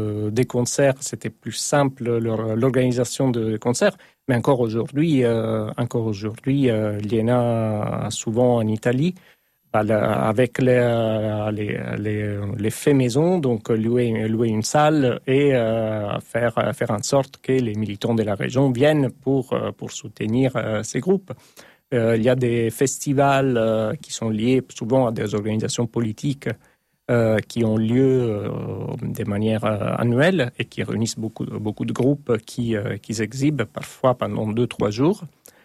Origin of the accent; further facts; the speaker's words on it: France; chez nous, en France